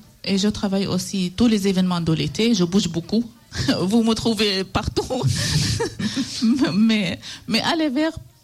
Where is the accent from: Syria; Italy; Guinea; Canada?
Syria; French is a second language; moved away as an adult; now in Valence, France; Je viens de Syrie.